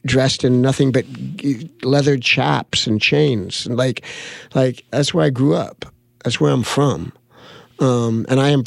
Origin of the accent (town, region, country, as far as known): Hollywood, California, United States; born or raised there